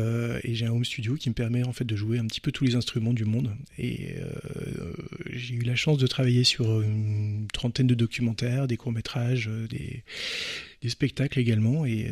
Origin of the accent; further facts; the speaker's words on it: Nancy, Grand Est, France; Moi, je suis originaire de Nancy.